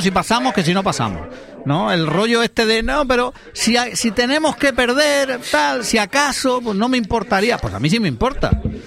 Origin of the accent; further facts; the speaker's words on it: Spain; soy español.